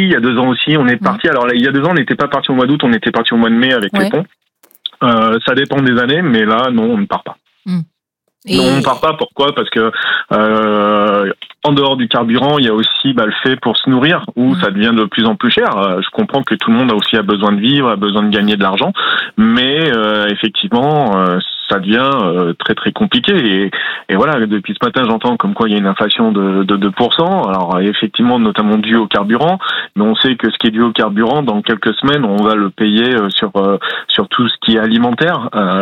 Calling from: Port-des-Barques, Nouvelle-Aquitaine, France; Port des Barques, en Charente-Maritime. C'est juste à côté de Rochefort.

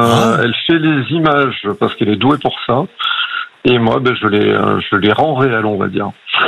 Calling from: Romans-sur-Isère, Auvergne-Rhône-Alpes, France; De Romans-sur-Isère.

